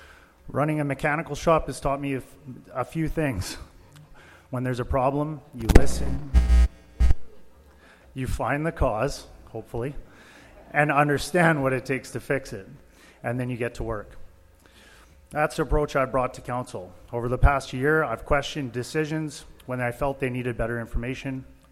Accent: Penticton, British Columbia, Canada; I was born and raised in Penticton.

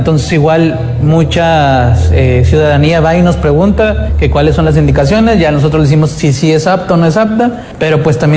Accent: Nueva Rosita, Coahuila, Mexico; Yo soy de Nueva Rosita, no conozco mucho Morelos todavía, pero está muy bonito.

